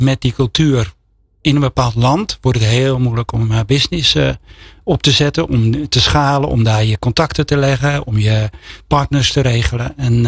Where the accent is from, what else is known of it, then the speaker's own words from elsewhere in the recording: Netherlands; als Nederlander